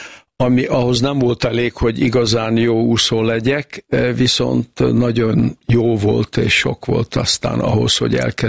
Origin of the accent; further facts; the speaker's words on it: Alpár, Bács-Kiskun, Hungary; én 46-ban születtem. És hát ott alpáron nagyon sokáig voltam a nagyszüleimnél, viszont tény, hogy a Tisza holtágába tettem meg az első tempókat.